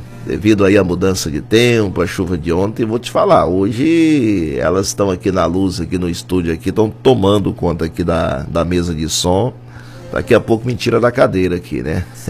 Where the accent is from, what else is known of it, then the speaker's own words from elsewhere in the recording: Brazil; Somos brasileiros